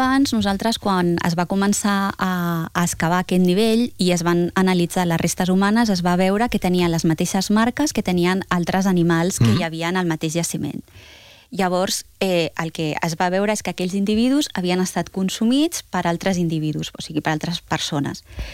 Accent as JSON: {"language": "Catalan", "town": "Tarragona", "region": "Catalonia", "country": "Spain", "said": "Jo soc de Tarragona"}